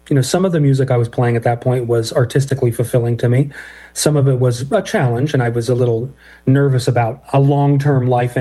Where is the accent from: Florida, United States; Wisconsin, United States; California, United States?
California, United States; moved away as an adult; now in Amherst, United States; I'm originally from California, and when I moved to Western Massachusetts 18 years ago